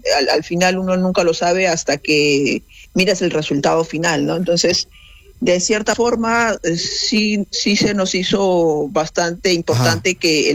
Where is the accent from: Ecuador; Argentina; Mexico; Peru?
Peru; Lima; nosotros funcionamos acá en Lima, somos de Lima